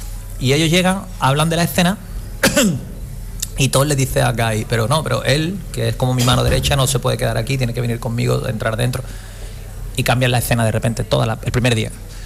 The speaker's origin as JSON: {"language": "Spanish", "town": "Cádiz", "region": "Andalusia", "country": "Spain", "said": "le dije que soy de Cádiz."}